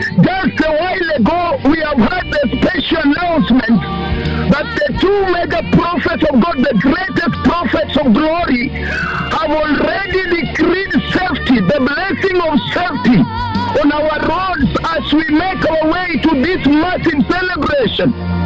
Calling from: Uasin Gishu County, Kenya; I'm reporting from Uasin Gishu, the entire church of Uasin Gishu.

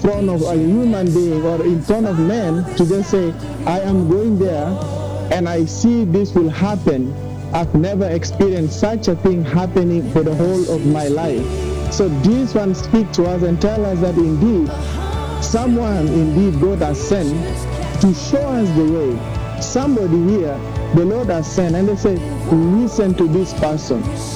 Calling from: Portland, Oregon, United States; I'm calling right from Portland, Oregon.

